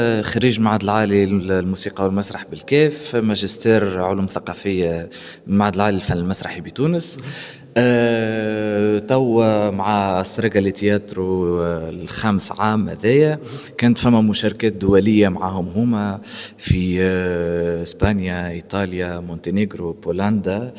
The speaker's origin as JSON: {"language": "Arabic", "country": "Tunisia", "said": "وإحنا كفنانين تونسيين"}